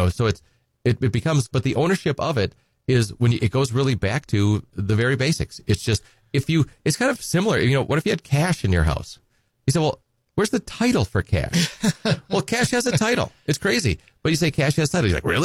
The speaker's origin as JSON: {"language": "English", "town": "Edgar", "region": "Wisconsin", "country": "United States", "said": "I'm from Edgar, originally, and you know, good hometown Wisconsin Badger. My undergrad is from Madison, but I'm from Edgar."}